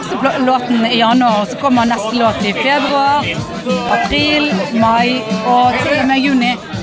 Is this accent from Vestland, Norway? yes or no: yes; Bergen, Vestland, Norway; Jeg fra Bergen.